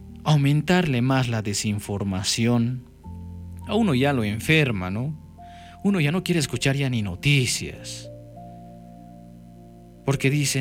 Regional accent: Bolivia; Nosotros, como bolivianos, bolivianas.

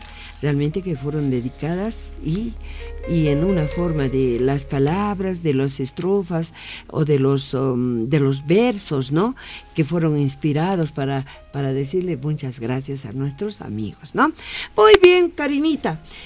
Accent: Bolivia; mañana vamos a celebrar como buenos bolivianos el 2 de agosto

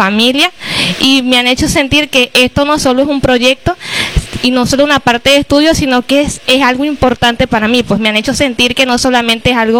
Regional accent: Valle de la Pascua, Guárico, Venezuela; vengo de Valle de la Pascua, por eso les digo que me siento totalmente en familia, porque no soy acá de San Juan de los Morros

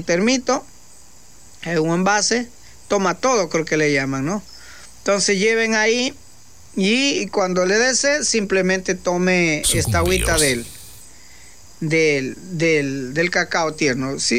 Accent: Ecuador; pudiendo ser nosotros como ecuatorianos, atraer el turismo, vivir el turismo y compartir algo que nosotros tenemos acá

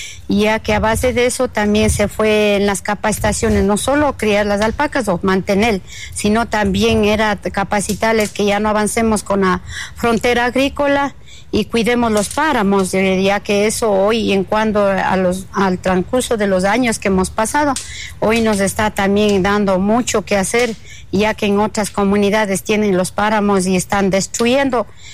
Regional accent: Sacha, Cotopaxi, Ecuador; vengo de la comunidad de Sacha.

